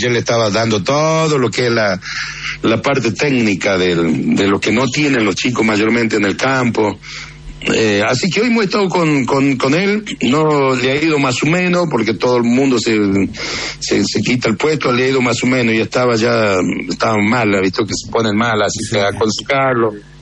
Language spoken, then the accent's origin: Spanish; Chaco, Argentina; born there; moved away; vengo del Chaco, vos sabés que yo armé una cancha de fútbol allá donde yo nací, donde era el cerco de mi mamá